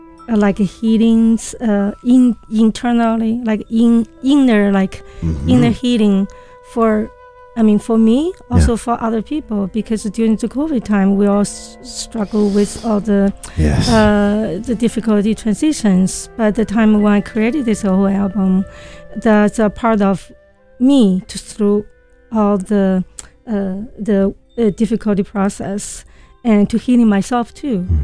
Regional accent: China; English is a second language; now in United States; I've been here over like a 2 decades. So as part of me already become like American. So even, I mean, another part of me is still like Chinese.

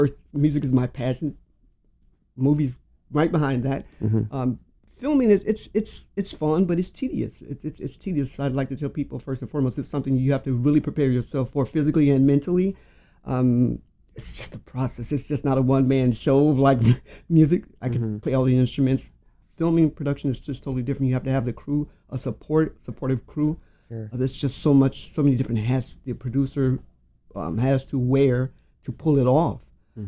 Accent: Los Angeles, California, United States; born or raised there; moved away as an adult; now in Chicago, United States

